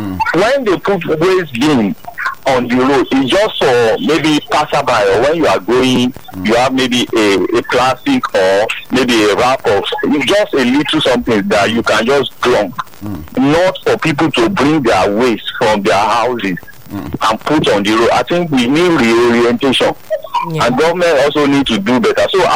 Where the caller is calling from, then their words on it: Lagos, Nigeria; I'm calling from Ijari.